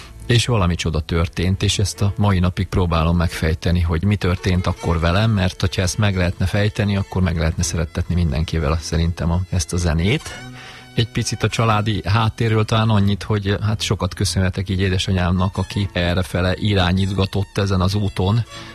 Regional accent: Komárom, Komárom-Esztergom, Hungary; Komáromból jöttem. Hát egész kiskoromban ismerkedtem meg a népzenével, mint ahogy a szokás, a gyerekeket beirattak engem is a zeneiskolába Komáromban

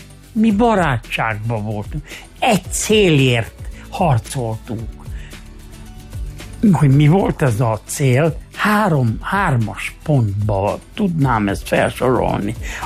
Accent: Hungary; Én magyar vagyok, magyar cigány vagyok.

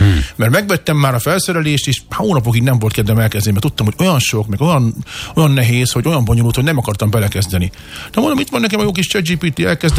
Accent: Balassagyarmat, Nógrád, Hungary; moved away; milyen volt Balassagyarmaton felnőni, milyen volt járni az Ipolyra fürdeni

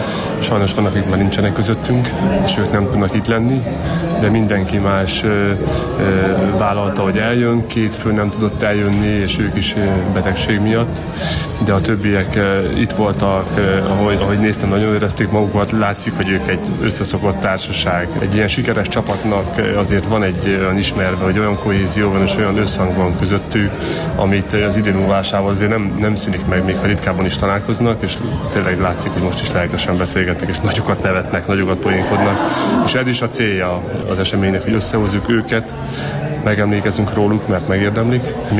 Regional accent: Transylvania, Romania; mert nekem már sikerült magyarként, erdélyi magyarként a magyar válogatottban játszani

